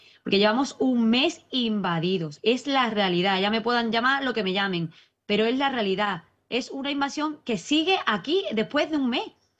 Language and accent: Spanish; Spain; que trabajamos, que cotizamos, que pagamos y que somos españoles.